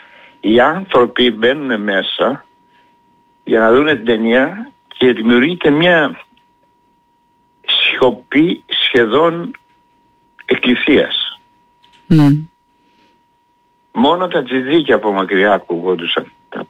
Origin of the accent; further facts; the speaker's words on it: Crete, Greece; Εγώ γι' αυτό όπου και βρεθώ, όχι μόνο στην Κρήτη δηλαδή, λέω είμαι Έλληνας. Πρώτα απ' όλα είμαι κριτικός.